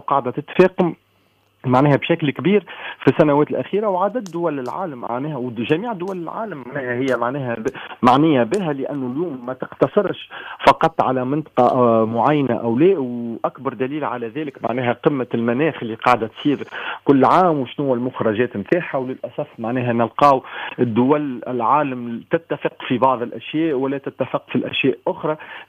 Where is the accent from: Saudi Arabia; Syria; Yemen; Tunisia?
Tunisia; احنا كدولة تونسية